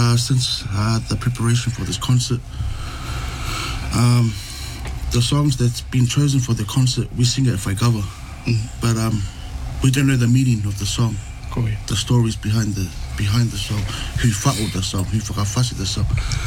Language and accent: English; New Zealand; growing up in New Zealand, we are surrounded with so many different cultures and influences